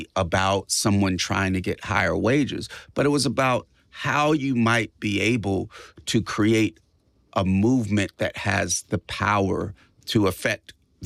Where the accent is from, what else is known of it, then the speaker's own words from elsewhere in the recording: California, United States; obviously, I come from the Bay Area, so I'm going to shoot shots on that behalf.